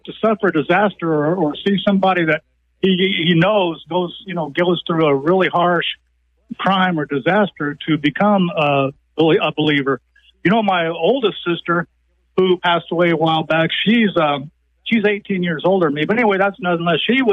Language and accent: English; Anthony, Texas, United States; I was born and I was raised up there in Anthony, Texas, which is right on the Mexico state line. I've lived in this area all my life, except for a few years out when I was in the Navy.